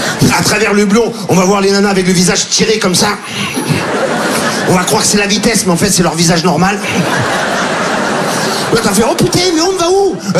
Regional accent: Marseille, Provence-Alpes-Côte d'Azur, France; moi aussi, je suis Marseillais

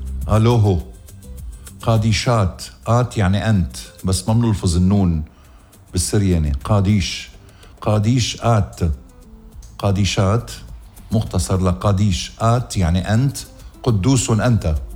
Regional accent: Lebanon; منقول نحن باللبناني ما عندي حيل يعني ما عندي قوة، هذه أخدينا نحن من السرياني وبعدين تعربنا

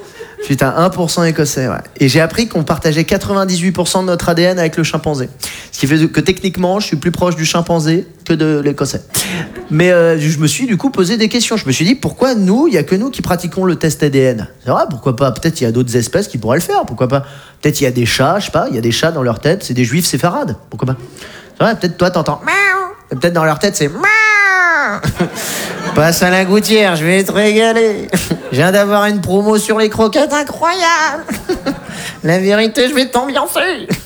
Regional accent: Rambouillet, Île-de-France, France; Bah moi je suis français. Je viens de Rambouillet.

